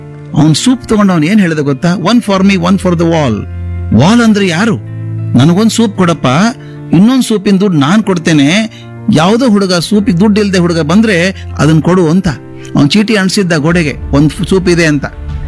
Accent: Bijapur district, Karnataka, India; born there; moved away; ನಮ್ಮ ಹಳ್ಳಿಯಲ್ಲಿ ಮಾಡ್ತಾ ಇದ್ವಿ ಸ್ವಾಮಿ ನಾವು, ಮುತ್ತುಗದೆಲೆ ಹಚ್ಚಬೇಕು. ನಮ್ಮ ಅಜ್ಜ ದೊಡ್ಡ ಜಮೀನ್ದಾರ, ರೈತರು ತಂದು ಹಾಕ್ಬೇಕು ನಮ್ಮ ಮನೆಯಲ್ಲಿ, ಈ ಮುತ್ತುಗದೆಲೆ ತಂದು ಹಾಕ್ಬೇಕು. ಊಟ ಎಲ್ಲ ಮುತ್ತುಗದೆಲೆಯಲ್ಲಿ ಮಾಡ್ಬೇಕು. ಬಾಳೆ ಎಲ್ಲ ಸಿಗಲ್ಲ ಅಲ್ಲಿ ಬಿಜಾಪುರ ಜಿಲ್ಲೆಯಲ್ಲಿ.

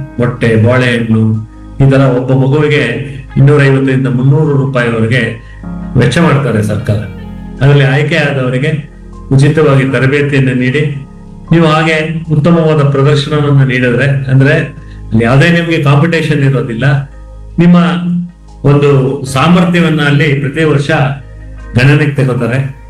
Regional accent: Gundlupet, Karnataka, India; ನಾನು ಒಂದು ಸಣ್ಣ ತಾಲೂಕಿನಲ್ಲಿ ಗುಂಡುಪೇಟೆ ಅಂತ ಕೇಳಿರ್ಬೋದು, ಅಲ್ಲಿ ನಾನು ಹುಟ್ಟಿ ಬೆಳೆದವನು. ಅದೊಂಥರ ತಾಲೂಕು ಹೆಡ್ ಕ್ವಾರ್ಟರ್ ಅಲ್ಲ, ಗ್ರಾಮನೂ ಅಲ್ಲ, ಆ ತರ ಇದ್ದಿದ್ದು.

